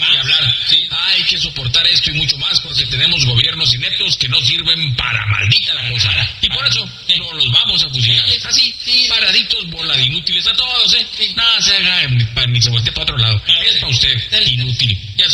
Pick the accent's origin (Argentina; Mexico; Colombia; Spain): Mexico; Ciudad Juárez, Chihuahua; Por lo menos hasta el millón que es de Juaritos y nos corresponde a los que somos de Juárez.